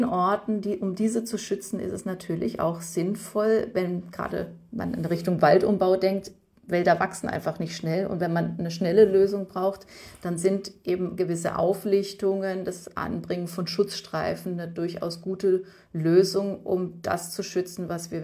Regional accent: Freiburg, Baden-Württemberg, Germany; ich komme ja aus Freiburg

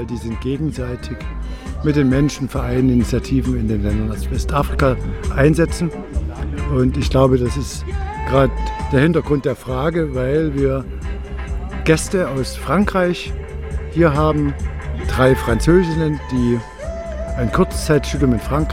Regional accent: Bautzen, Saxony, Germany; now in Nebelschütz, Germany; in Bautzen aufgewachsen und seit über 20 Jahren jetzt hier in Nebelschütz geschäftsansässig

